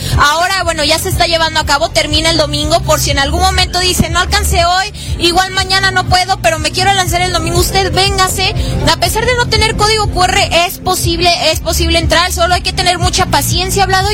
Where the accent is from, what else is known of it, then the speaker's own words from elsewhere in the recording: León, Guanajuato, Mexico; efectivamente soy leonesa.